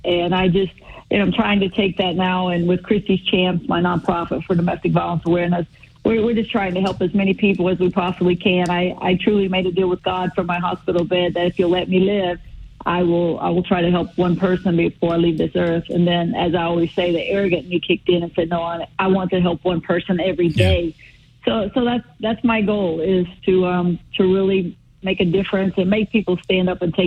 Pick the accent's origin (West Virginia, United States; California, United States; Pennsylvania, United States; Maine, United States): West Virginia, United States; I'm from West Virginia, and boxing is really not a big deal in my state.